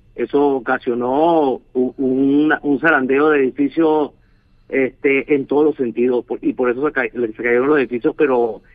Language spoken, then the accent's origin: Spanish; Venezuela; moved away; Los dos somos venezolanos, sí. Los dos tenemos familia en Venezuela.